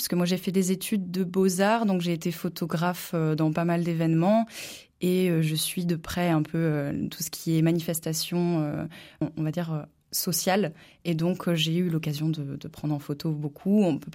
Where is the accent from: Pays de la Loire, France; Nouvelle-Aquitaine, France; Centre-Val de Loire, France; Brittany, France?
Brittany, France; moved away as an adult; now in Charente, France; Donc, moi, je suis bretonne, donc il y a eu cette partie-là. Puis, j'ai beaucoup voyagé pour mes études